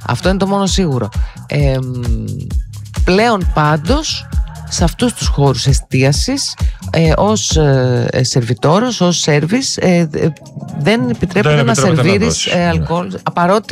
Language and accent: Greek; Karditsa, Thessaly, Greece; Καρδίτσα δίνουμε και τσίπρο στα νεογέννητα για να κοιμάται.